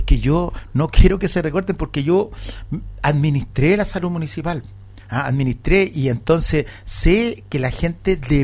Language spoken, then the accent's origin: Spanish; Los Andes, Valparaíso, Chile; Nuevamente aquí en casa, como todo andino, siempre presente. Andino de corazón. Porque soy de acá.